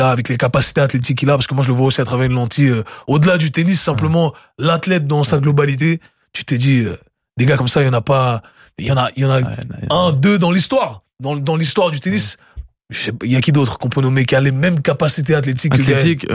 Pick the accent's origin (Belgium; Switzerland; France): Switzerland; en plus moi je suis suisse